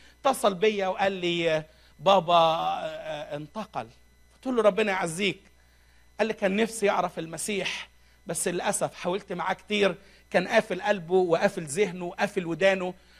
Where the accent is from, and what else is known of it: Egypt